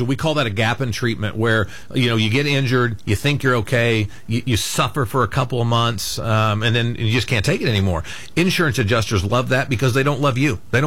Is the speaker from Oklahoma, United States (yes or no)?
yes; Burns Flat, Oklahoma, United States; Elk City, my part of the country. I'm from Burns Flat.